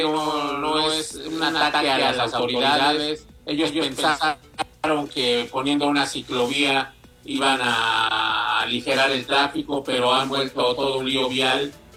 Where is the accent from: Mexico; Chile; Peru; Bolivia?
Mexico; No tengo por qué hablar mal, gente. Al final somos mexicanos.